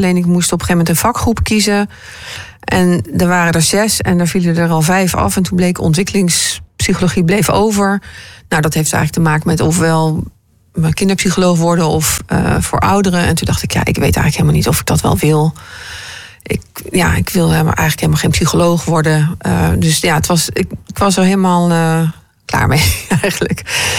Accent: Arnhem, Gelderland, Netherlands; moved away as an adult; now in Groningen, Netherlands

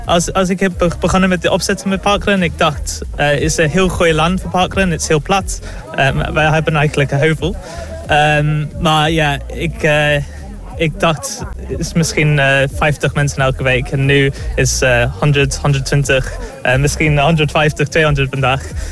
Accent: Wales, United Kingdom; Dutch is a second language; moved away as an adult; now in Groningen, Netherlands; Ik kom uit Wales. So ik heb hier gestudeerd 10 jaar geleden.

